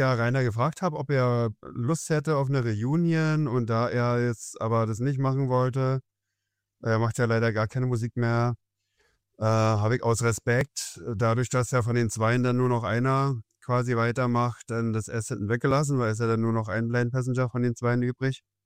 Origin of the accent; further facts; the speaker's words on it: Zossen, Brandenburg, Germany; Also gebürtig in Zossen, das ist im Südrand von Berlin. Gebürtiger Ostrand-Berliner sozusagen. Aber bin in der DDR aufgewachsen, ja.